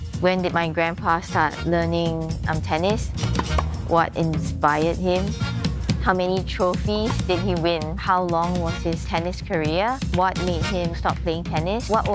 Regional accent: Singapore; I'm Singaporean.

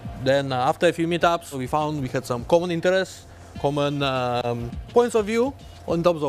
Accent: Russia; now in Singapore; About me going back to Russia, I don't think anywhere in the near future. I mean, I'm Singaporean.

